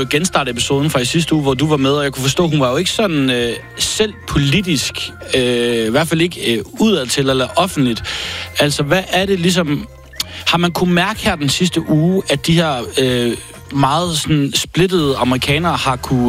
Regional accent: Silkeborg, Central Denmark Region, Denmark; i Silkeborg, hvor jeg er fra

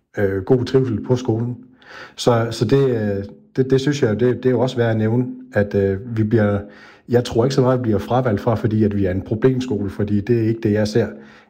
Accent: Region of Southern Denmark, Denmark; now in Odense, Denmark; så er vi jo tilflyttere fra Sønderjylland, så vi kendte ikke faktisk overhovedet landskabet i Odense sådan rigtig skolemæssigt.

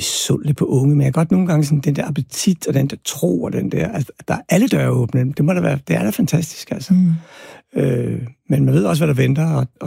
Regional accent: Albertslund, Capital Region of Denmark, Denmark; fordi at jeg er vokset op i Albertslund på Villavej, og det, der hed Soveby.

